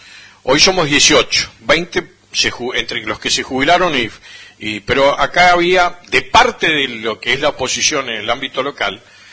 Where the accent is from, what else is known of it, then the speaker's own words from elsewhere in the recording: Mendoza, Argentina; usted es riojano, yo soy mendocino